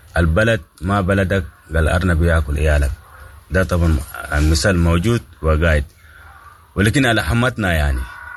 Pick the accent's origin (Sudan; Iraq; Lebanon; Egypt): Sudan; نعم نحن قاعدين نتابعوا كسودانيين وفقدنا الوطن نتالب عن قضايانا